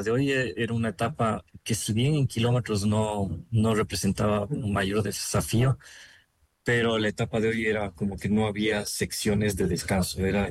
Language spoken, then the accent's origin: Spanish; Ecuador; nosotros como ecuatorianos